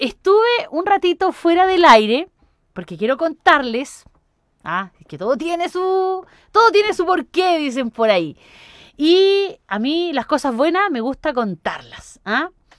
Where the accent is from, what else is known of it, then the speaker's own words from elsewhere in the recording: Chile; nosotros somos chilenos los 365 días del año